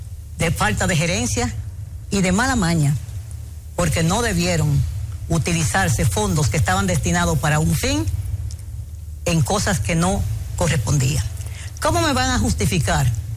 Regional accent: Dominican Republic; como ciudadana, como dominicana

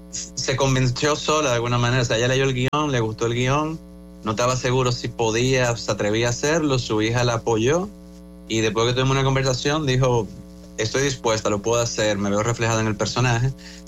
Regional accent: Dominican Republic; todos somos dominicanos.

